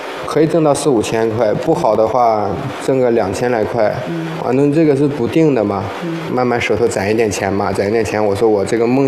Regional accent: Northeast China, China; moved away; 因为我是身为东北人，我出来的时候我就感觉到说东北人值得我很骄傲的。

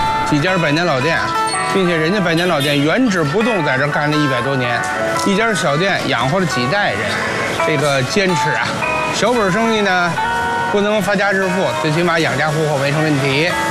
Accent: northern China, China; 咱们我们北方

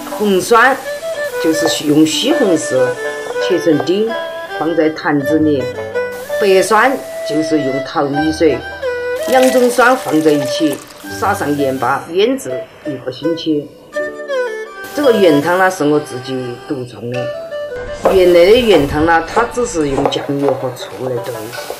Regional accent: Guizhou, China; 因为我们贵州人都喜欢吃酸

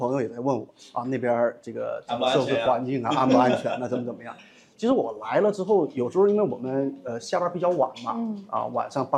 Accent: Dalian, Liaoning, China; 我从大连过来。

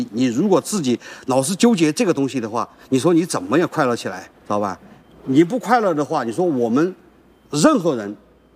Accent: Sichuan, China; 我是四川的，啊，低海拔上来的

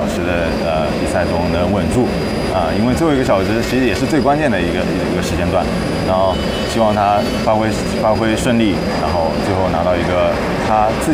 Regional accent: China; 我们中国人

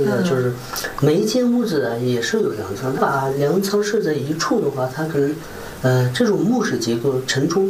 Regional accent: Danba, Sichuan, China; 我就出生在这栋楼里

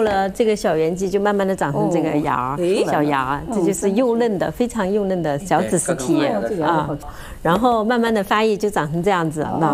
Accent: China

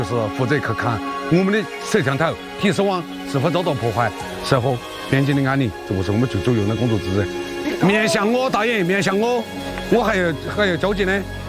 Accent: China; 作为一个中国人

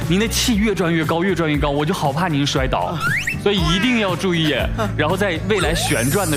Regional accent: China; 它是我们中国人自己，我们最骨子跟内核里的我们的性格。

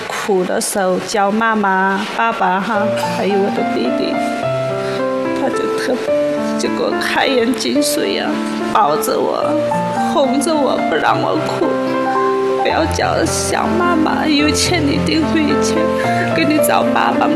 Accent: Yunnan, China; moved away; 我是云南的。

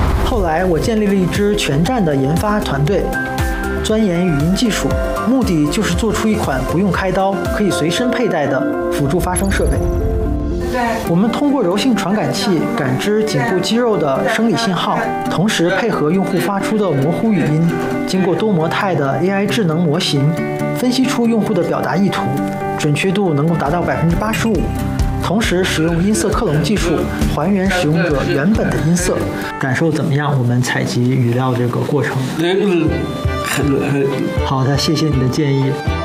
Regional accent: Northeast China, China; 土生土长的东北人。我们东北人天生爱说话

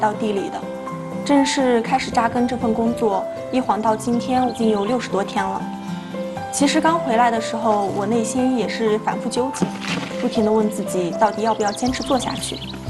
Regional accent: Golmud, Qinghai, China; born there; also born or lived in Ledu; 我是在这条铁路上长大的孩子。我从初一到乐都上学，家在格尔木

